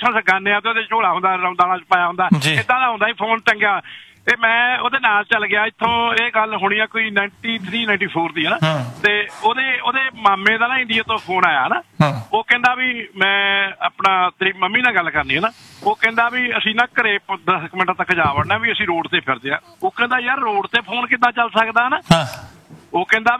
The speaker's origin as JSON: {"language": "Punjabi", "town": "Moga", "region": "Punjab", "country": "India", "moved": "yes", "said": "ਪਹਿਲਾਂ ਤਾਂ ਮੈਂ ਇੰਡੀਆ ਦੀ ਤੈਨੂੰ ਸੁਣਾ ਮੈਂ ਨਾ 1985 ਦੇ ਵਿੱਚ ਮੈਂ ਸਿਸਟਰ ਦੀ ਮੈਰਿਜ ਕੀਤੀ ਹੈ ਨਾ ਤੇ ਉਦੋਂ ਵੀ ਫੋਨ ਬਹੁਤ ਘੱਟ ਹੁੰਦੇ ਸੀ ਤੇ ਸਾਡੇ ਮੋਗੇ ਹੁੰਦਾ ਸੀਗਾ ਫੋਨ ਜਿੱਦਾਂ ਸਰਕਾਰੀ"}